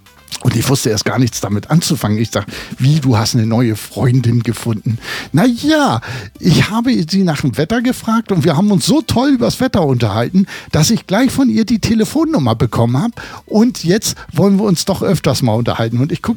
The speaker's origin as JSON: {"language": "German", "region": "Hamburg", "country": "Germany", "tie": "born or raised there", "said": "Mit ganz lieben Gruß nach Hamburg in meine alte Heimat"}